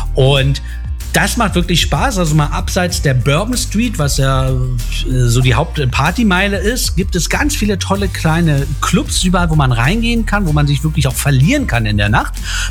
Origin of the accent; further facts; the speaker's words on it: Berlin, Germany; ich komme ja aus Berlin